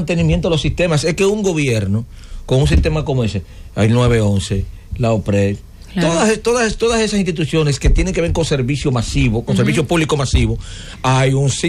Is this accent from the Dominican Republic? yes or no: yes; Monte Plata, Dominican Republic; yo soy de Monteplata, lo sabe todo el que me conoce